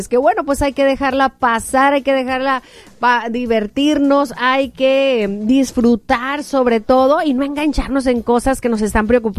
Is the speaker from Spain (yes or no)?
no; Sinaloa, Mexico; como buena sinaloense te puedo recomendar los tamales más deliciosos